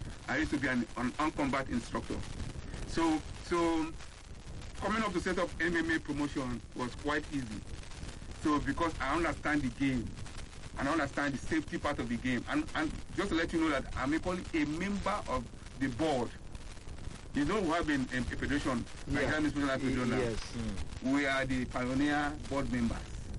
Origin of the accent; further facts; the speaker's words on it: Rivers, Nigeria; I am from River State in a tribe called Ekpe.